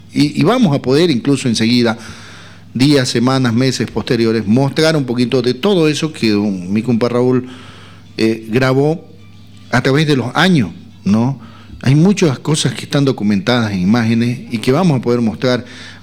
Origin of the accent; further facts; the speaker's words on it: Santa Cruz, Bolivia; Porque ha cambiado mucho también nuestro Valle Cruceño.